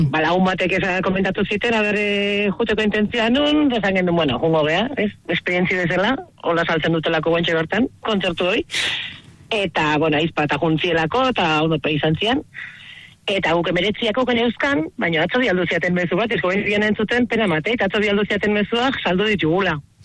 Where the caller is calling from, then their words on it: Tolosa, Basque Country, Spain; Nire Tolosarra naiz